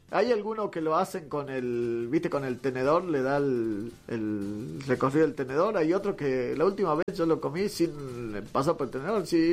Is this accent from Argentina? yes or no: yes; Jujuy, Argentina; así somos los jujeños